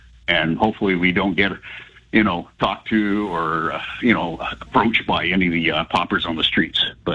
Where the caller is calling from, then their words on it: Central Saanich, British Columbia, Canada; from Central Saanich.